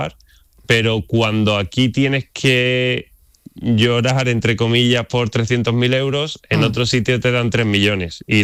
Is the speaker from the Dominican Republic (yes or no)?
no; Andalusia, Spain; La verdad que me sorprendió porque, aun siendo andaluz y todo, era mi primera vez en el Al-Ándalus.